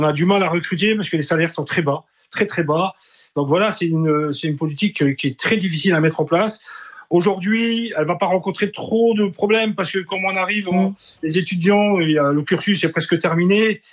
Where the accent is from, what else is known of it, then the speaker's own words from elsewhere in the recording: Grand Est, France; parce que moi, je suis de la Lorraine, il n'y a pas beaucoup plus de fréquentation.